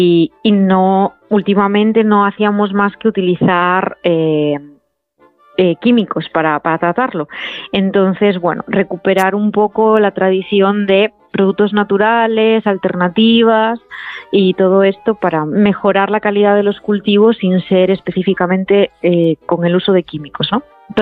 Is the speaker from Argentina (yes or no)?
no; Galicia, Spain; yo soy de Galicia y estamos muy ligados al mar